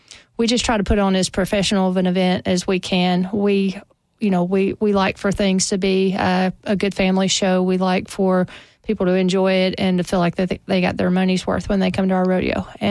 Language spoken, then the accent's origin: English; Tennessee, United States; they're from Oklahoma, we're from Tennessee